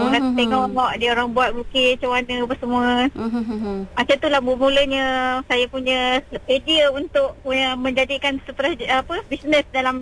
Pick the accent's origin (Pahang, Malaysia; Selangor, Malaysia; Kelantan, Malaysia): Pahang, Malaysia; Kuala Krau; moved away as an adult; also born or lived in Kampung Pulau Nipis, Muadzam; now in Kampung Bangas, Maran, Malaysia; asli Bangas Maran. Saya suku kaum Jakun. Tapi saya dibesarkan di kampung Pasu Kuala Kerau. Jadinya saya ni boleh berfasih berbahasa Jahut lah.